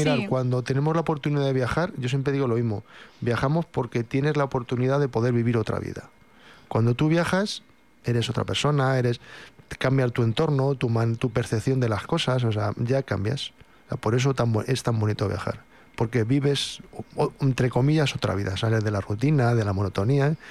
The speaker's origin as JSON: {"language": "Spanish", "country": "Spain", "said": "yo que soy español"}